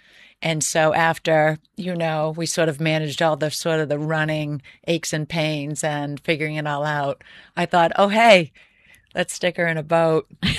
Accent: Tyngsborough, Massachusetts, United States; my hometown in Tingsboro.

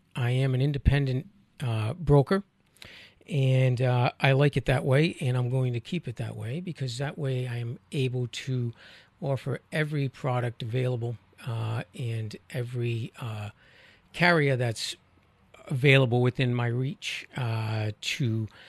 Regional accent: Rhode Island, United States; accent: Rhode Island; So I try my hardest to not project my Rhode Island accent, I guess.

